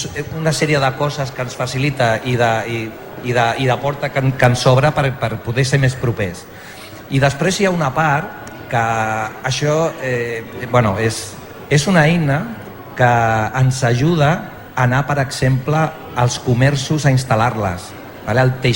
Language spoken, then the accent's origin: Catalan; Sant Boi de Llobregat, Catalonia, Spain; Si és que jo he crescut a Sant Boi, a la ciutat de Sant Boi, he estudiat a Sant Boi, he treballat a Sant Boi, Sant Boi m'ha donat el millor de la meva vida.